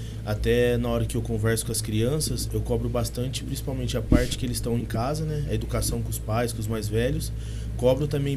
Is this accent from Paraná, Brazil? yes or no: no; Pitangueiras, São Paulo, Brazil; born there; now in Monte Alto, Brazil; Nasci em Pitangueiras